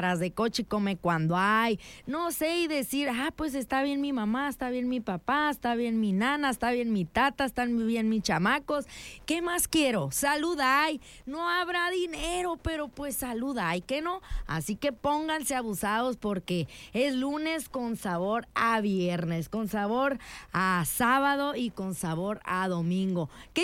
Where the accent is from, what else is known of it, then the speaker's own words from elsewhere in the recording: Sonora, Mexico; born there; Bendito Dios que nacimos aquí en Sonora, oiga, que aquí vivimos.